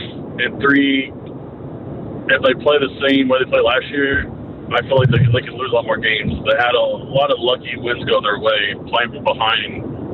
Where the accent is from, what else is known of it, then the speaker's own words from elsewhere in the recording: Dallas, Texas, United States; now in Chicago, United States; Yeah, I live in Chicago. I'm from Dallas.